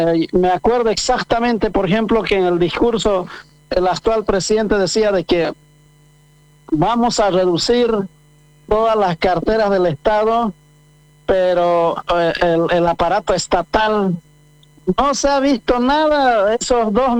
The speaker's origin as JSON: {"language": "Spanish", "country": "Bolivia", "said": "todos somos bolivianos, bolivianas"}